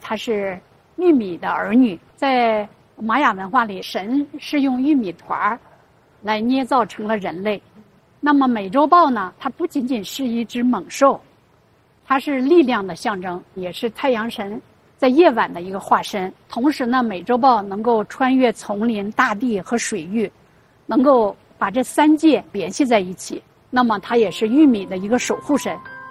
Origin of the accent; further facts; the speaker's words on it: China; 今天我们中国人用这些石碾来磨豆腐